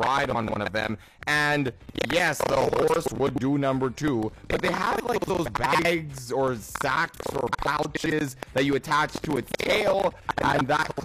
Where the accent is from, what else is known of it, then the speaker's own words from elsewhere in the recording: Montreal, Quebec, Canada; now in Vanderhoof, Canada; I'm originally from Montreal